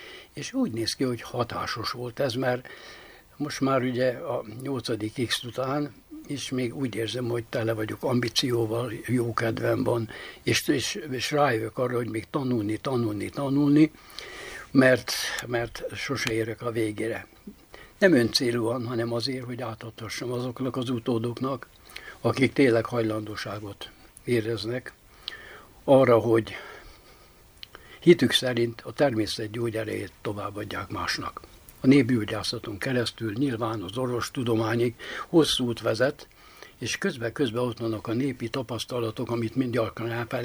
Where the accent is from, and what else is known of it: Baranya, Hungary; born or raised there